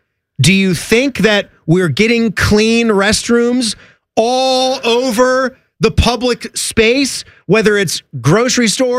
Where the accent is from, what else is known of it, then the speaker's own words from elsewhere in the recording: Florida, United States; I'm aware in my home state of Florida, the Buc-ee's location in Daytona Beach has been attracting more visitors than the famed Daytona International Speedway.